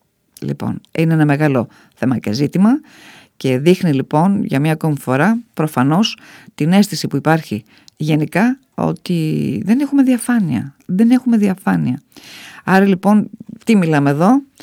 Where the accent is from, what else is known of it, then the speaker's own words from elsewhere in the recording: Greece; ως Έλληνες και γαλουχημένοι μέσα στην ελληνική οικογένεια και κοινωνία